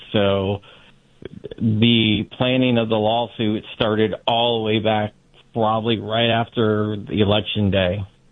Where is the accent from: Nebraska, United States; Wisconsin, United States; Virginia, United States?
Virginia, United States; Sterling; I grew up and I still live in Loudoun County. I grew up in Sterling and live in Ashburn.